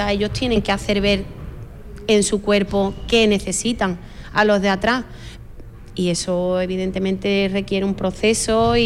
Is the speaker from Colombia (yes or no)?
no; Málaga, Andalusia, Spain; now in Seville, Spain; que yo ya me siento prácticamente medio sevillana, pero es verdad que a mí en un principio salir de Málaga y venirme a una ciudad que no conocía, tan grande